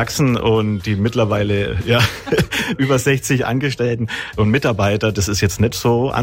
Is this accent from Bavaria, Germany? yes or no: yes; Donndorf, Bavaria, Germany; ich bin ja Lokalmatador. Ich komme aus Donndorf